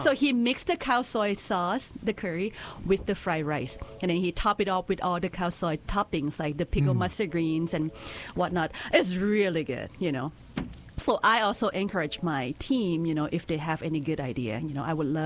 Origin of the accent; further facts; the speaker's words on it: Hat Yai, Songkhla, Thailand; moved away; So Hat Yai is the town in Thailand, which is my hometown, and we are so famous for the fried chicken.